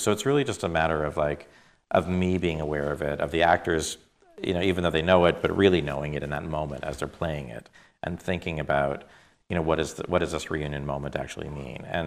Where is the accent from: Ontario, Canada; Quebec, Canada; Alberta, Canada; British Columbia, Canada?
Ontario, Canada; Toronto; I was very influenced by growing up in Canada, which is, I grew up in Toronto